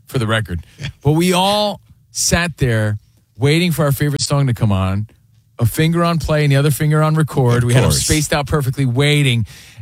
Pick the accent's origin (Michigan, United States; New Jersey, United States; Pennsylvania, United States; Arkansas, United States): New Jersey, United States; But I grew up in New Jersey, right?